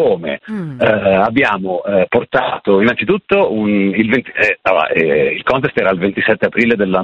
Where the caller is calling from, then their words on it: Sesto San Giovanni, Lombardy, Italy; chiamo da Sesto San Giovanni